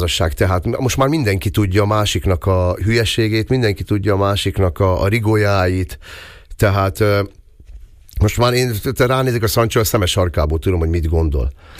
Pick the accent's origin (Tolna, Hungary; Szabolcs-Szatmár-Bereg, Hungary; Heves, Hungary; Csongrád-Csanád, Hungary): Heves, Hungary; Eger; én mai napig büszke vagyok arra, hogy egri születésű vagyok.